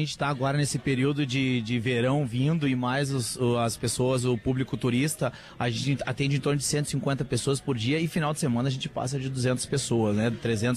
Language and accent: Portuguese; Rio Grande do Sul, Brazil; now in United States; ele me botou como gaúcho